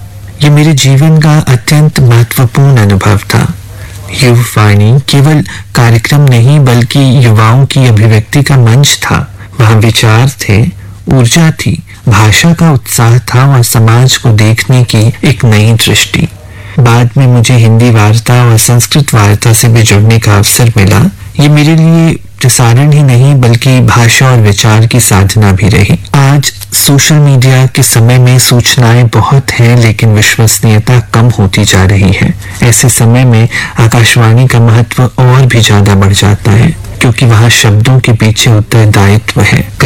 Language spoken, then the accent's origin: Hindi; Gorakhpur, Uttar Pradesh, India; born or raised there